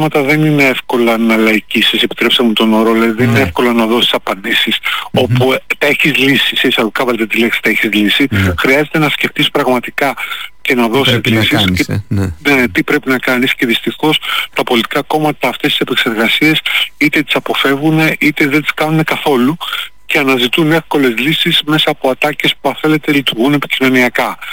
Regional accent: Greece; αν σε όλη αυτή τη μεγάλη αλλαγή εμείς ως Έλληνες, ως Ελλάδα, έχουμε ένα ρόλο

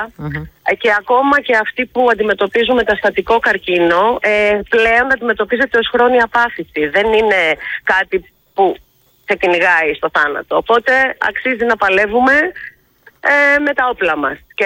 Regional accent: Piraeus, Attica, Greece; now in Athens, Greece; Ναι, ωραία, και εγώ είμαι Πειραιώτισσα, να ξέρεις. Αλλά είμαι εδώ πάνω τώρα, στην Αθήνα.

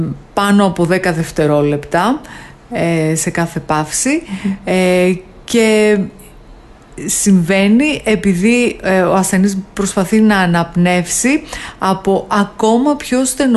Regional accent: Greece

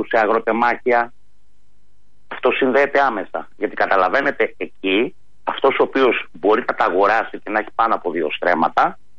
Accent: Central Greece, Greece; στην πατρίδα μου την Εύβοια. Αν περάσετε πάνω από την Εύβοια, κύριε Μπογιόπουλε, είναι σαν σκατζόχυρος, ειδικά στην Νότια Εύβοια

